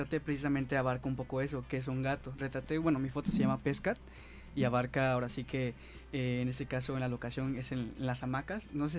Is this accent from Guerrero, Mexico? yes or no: yes; Acapulco, Guerrero, Mexico; now in Acapulco, Mexico; Yo casi recién había llegado a Acapulco. Bueno, yo soy de Acapulco, pero uh-huh, mucho tiempo viví fuera.